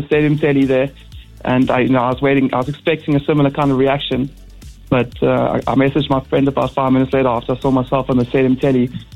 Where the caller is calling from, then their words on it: Cape Town, Western Cape, South Africa; I'm from Cape Town.